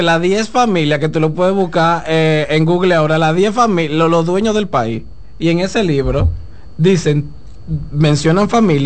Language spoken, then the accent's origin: Spanish; Dominican Republic; intento no maquillar mi realidad cultural, de que soy dominicano, cuál es la realidad de aquí